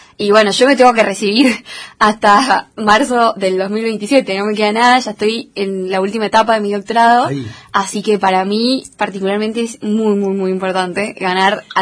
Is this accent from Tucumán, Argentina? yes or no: yes; Tucumán, Argentina; now in Esquel, Argentina; yo soy de Tucumán, vengo de una sociedad que es bastante consumista, tendemos como a acumular